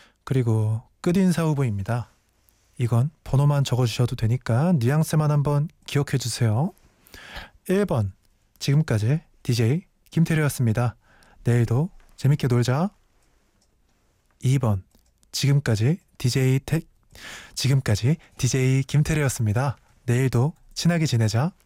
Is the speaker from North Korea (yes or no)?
no; Cheonan, South Chungcheong, South Korea; also born or lived in Byeongcheon; 나의 고향은 충청남도 천안이고요. 병천에서 태어났습니다